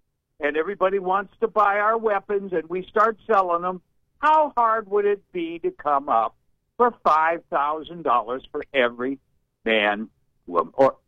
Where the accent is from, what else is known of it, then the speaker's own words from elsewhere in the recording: Akron, Ohio, United States; You got a point there, but still, I'm from Akron. Only football player I acknowledge from Akron, Ohio is James Harrison.